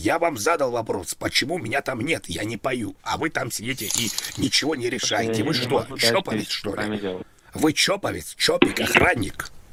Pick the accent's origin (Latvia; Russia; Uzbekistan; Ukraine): Russia; Moscow; Потому что я из Москвы или просто вообще нет?